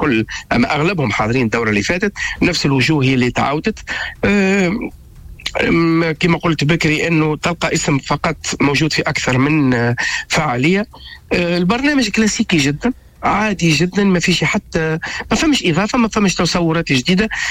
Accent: Tunisia; accent: Tunisian; كما نقولوا في لهجتنا التونسية

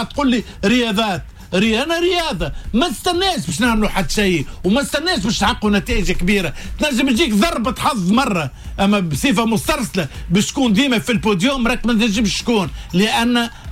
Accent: Tunisia; انا مواطن تونسي

